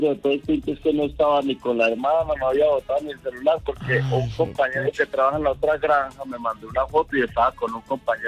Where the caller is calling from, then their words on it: Don Matías, Antioquia, Colombia; yo y de por acá Don Matías.